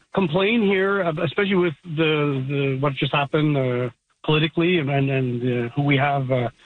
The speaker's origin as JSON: {"language": "English", "town": "Ottawa", "region": "Ontario", "country": "Canada", "tie": "born there", "moved": "yes", "lives_now": "Quebec City, Canada", "said": "I was born in Quebec City, moved to Ottawa when I was about 3 years old, and moved back here about 25 years ago."}